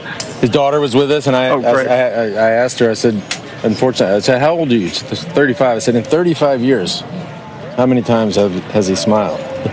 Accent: Texas, United States; Yeah, well, I grew up outside of Dallas. And it's the reason I got into endurance sports.

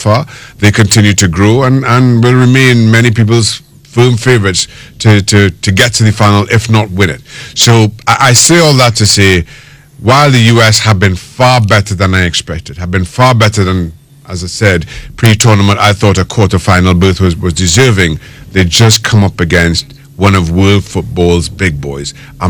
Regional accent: Trinidad & Tobago; You mentioned I'm from Trinidad Tobago, so I grew up playing against the U.S. at junior national levels.

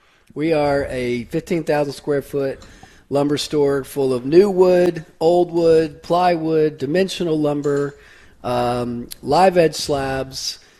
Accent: Brentwood, Tennessee, United States; I'm a Nashville native. I live here. I grew up in Brentwood.

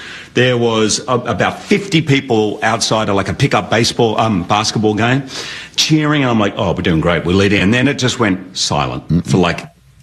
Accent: Australia; born or raised there

